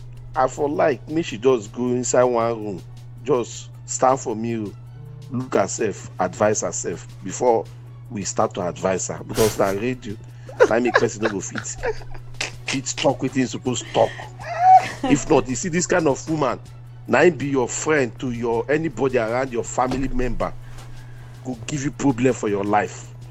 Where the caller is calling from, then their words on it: Nigeria; As a Nigerian and as a man, a responsible man